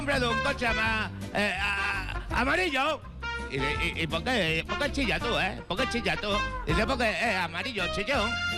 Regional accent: Bissau, Guinea-Bissau; Yo soy de Guinea.

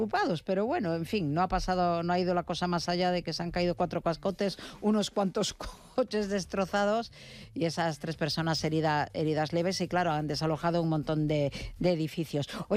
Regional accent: Spain; Por eso somos como somos los españoles, estamos muy mezclados con todo.

